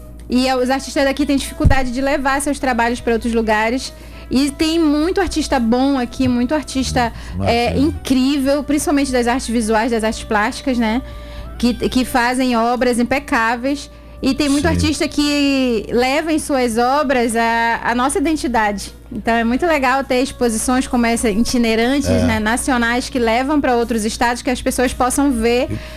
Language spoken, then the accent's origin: Portuguese; North Region, Brazil; com as transformações que a gente passa, né, no nosso cotidiano enquanto nortista.